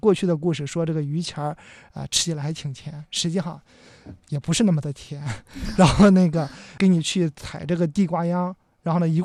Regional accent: Shandong, China; 我是一个七八十的一个老伯，然后呢咱们一块呢用这个泥弄个，我是山东的

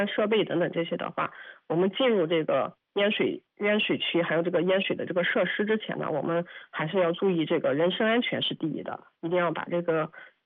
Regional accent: Anhui, China; 像我们安徽这边的话

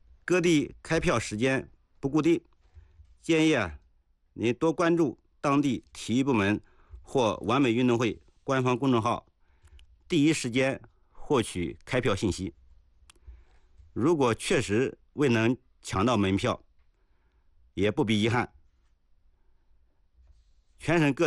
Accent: Anhui, China

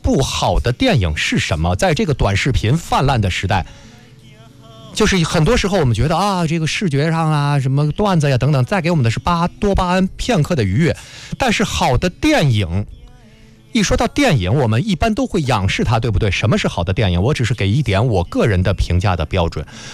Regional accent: China; 我们是中国人

